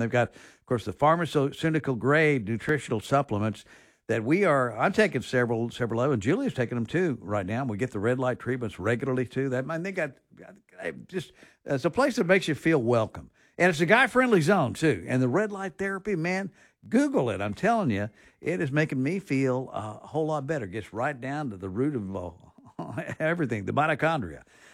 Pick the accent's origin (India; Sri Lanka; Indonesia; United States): United States; Seabury, Kentucky; moved away; And I moved here from Kentucky, and she's got that Kentucky drawl that I just love. Now, every time I go in there, it's like, oh, man, I'm back home. I'm like, back home. I'm back home in Seabury, Kentucky, which was nice.